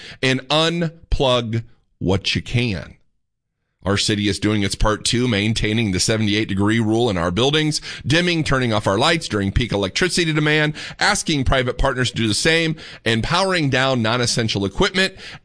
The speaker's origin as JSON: {"language": "English", "region": "Indiana", "country": "United States", "said": "I'm from Indiana. I like it cold."}